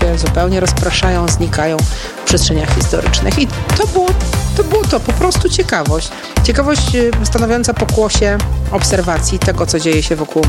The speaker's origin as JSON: {"language": "Polish", "town": "Szczecin", "region": "West Pomeranian Voivodeship", "country": "Poland", "tie": "born there", "lives_now": "Zabłocie, Poland", "said": "I tak się stało, że urodziłam się w Szczecinie, a później tak się stało, że zamieszkałam na Żywiecczyźnie, w Zabłociu, na lewym brzegu rzeki Soły."}